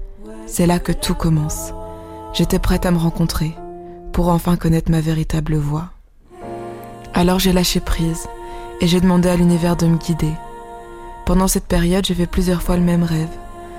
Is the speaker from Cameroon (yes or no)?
yes; Cameroon; now in Los Angeles, United States; Chez moi, au Cameroun. Ça faisait 10 ans que j'étais plus venue.